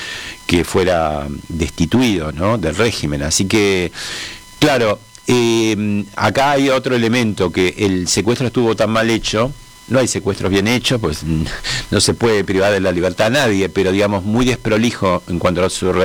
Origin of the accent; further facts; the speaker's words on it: Argentina; mucho más notable en nosotros los argentinos, los porteños especialmente